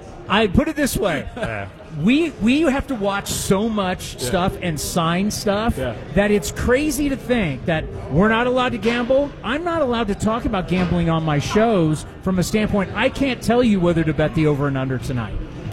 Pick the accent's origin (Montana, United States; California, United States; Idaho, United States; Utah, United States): California, United States; San Diego; moved away as an adult; also born or lived in San Jose, California; I grew up in San Diego, and there was no such thing as hockey until Wayne Gretzky showed up to the Los Angeles Kings